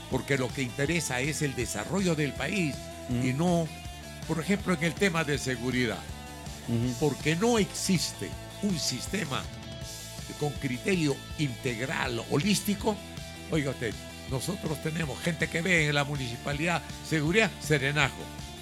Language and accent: Spanish; Sihuas, Ancash, Peru; de ir de Chimbote a mi tierra, Siwa